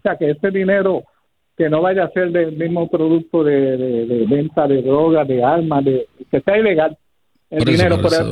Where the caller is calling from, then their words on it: Ponce, Puerto Rico; de Ponce.